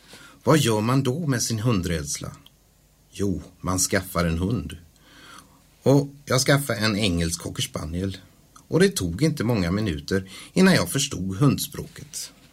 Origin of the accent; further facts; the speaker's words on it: Daxås, Halland County, Sweden; also born or lived in Hisingen; Som ni hör så kom jag inte från Falköping. Jag föddes på Hisingen men växte upp i Daxås i Varbergs kommun.